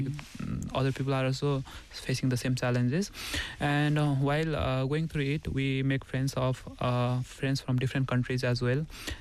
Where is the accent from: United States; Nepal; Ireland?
Nepal; Tansen, Lumbini Province; moved away as an adult; now in Busan, South Korea; I was brought up in Tansen